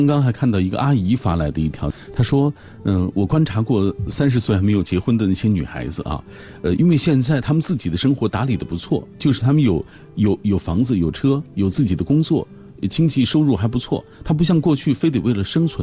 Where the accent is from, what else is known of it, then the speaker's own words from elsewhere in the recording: Xinjiang, China; now in Beijing, China; 比如说在我的故乡新疆